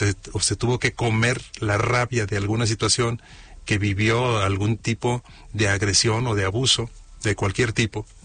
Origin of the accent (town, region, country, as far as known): Mexico